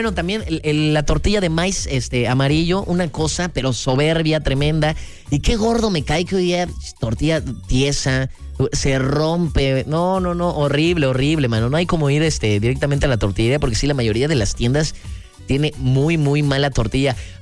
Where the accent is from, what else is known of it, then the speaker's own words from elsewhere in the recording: Córdoba, Veracruz, Mexico; moved away; also born or lived in Orizaba; allá en mi rancho, yo vengo de pues, la zona de las altas montañas, ¿no? Nací y crecí en Cordobaches, pero también viví un tiempo en Orizaba